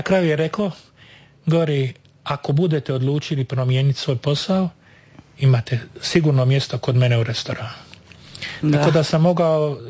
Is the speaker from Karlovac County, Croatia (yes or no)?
no; Split, Split-Dalmatia County, Croatia; cijena, recimo, sipe je posve drugačija za razliku od cijene kod nas u Splitu.